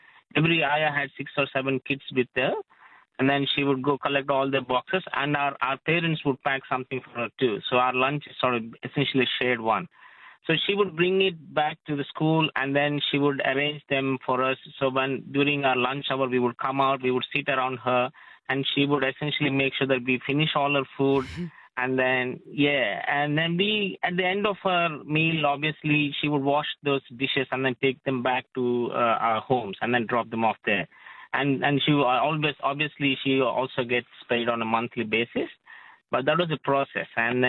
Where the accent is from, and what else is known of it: India